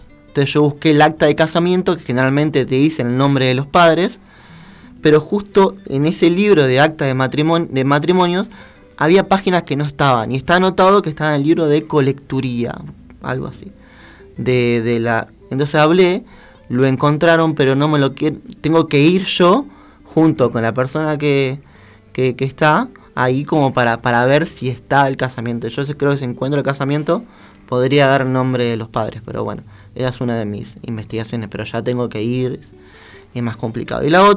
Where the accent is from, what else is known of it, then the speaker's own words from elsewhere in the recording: Uribelarrea, Buenos Aires Province, Argentina; lo que yo siempre sabía que éramos originarios de Uribe Larrea de toda la vida